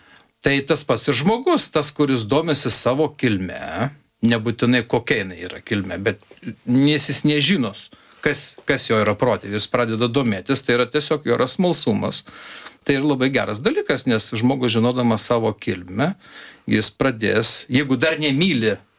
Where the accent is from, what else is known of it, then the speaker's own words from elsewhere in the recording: Anykščiai, Utena County, Lithuania; aš kilęs iš Anykščių, aš kai parvažiuoju Anykščius, tai aš, kaip sakoma, gatvėj, manau, kad ten beveik visi yra susiję.